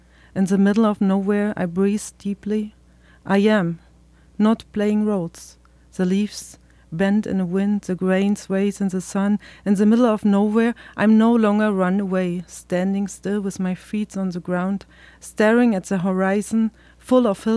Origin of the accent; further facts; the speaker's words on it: Halle, Saxony-Anhalt, Germany; moved away as an adult; when I left my hometown when I was 21. It was the former East Germany